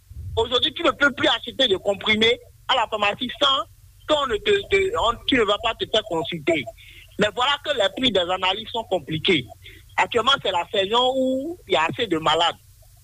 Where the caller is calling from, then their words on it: Benin; nous, en tant que Béninois